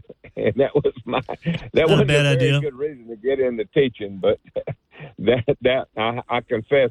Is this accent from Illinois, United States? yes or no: no; Natchitoches Parish, Allen, Louisiana, United States; No, I grew up in Natchitoches Pass, Allen.